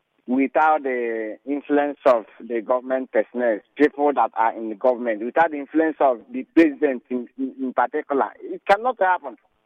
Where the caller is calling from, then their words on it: Oyibo, Nigeria; I'm calling from Oyibo.